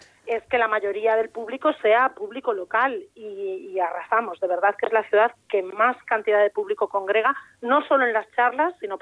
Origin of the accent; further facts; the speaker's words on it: A Coruña, Galicia, Spain; Coruña es una ciudad que tiene un montón de comunidad lectora. Somos la ciudad de Galicia con más librerías.